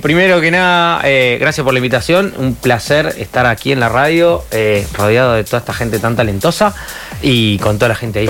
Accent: Castelar, Buenos Aires Province, Argentina; born there; Sí, soy de nací en Castelar, que es a 30 kilómetros de Capital Federal, en la zona oeste. Tengo casi 39 años, los cumplo ahora en dos semanas.

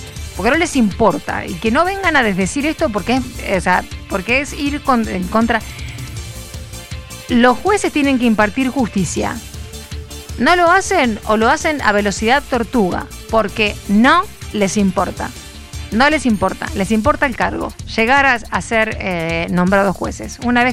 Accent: Rosario, Santa Fe, Argentina; somos rosarinos

